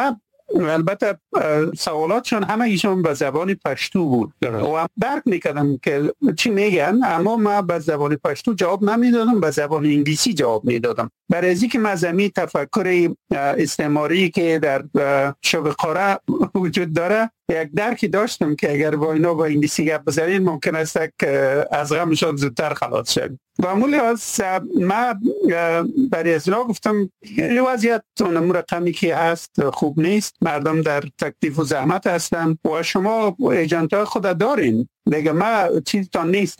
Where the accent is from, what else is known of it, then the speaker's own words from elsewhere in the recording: Badakhshan, Afghanistan; now in United States; سال 1996 بعد از 21 سال من دوباره به افغانستان برگشته بودم تا پدر و مادر مرحومی خود برای آخرین بار دیدم و ببینم در بدخشان.